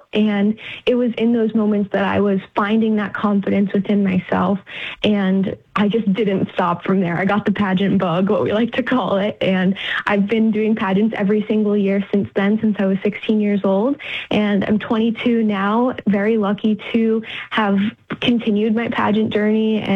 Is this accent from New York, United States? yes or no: yes; New York, United States; I'm actually originally from New York, and I didn't grow up doing pageants.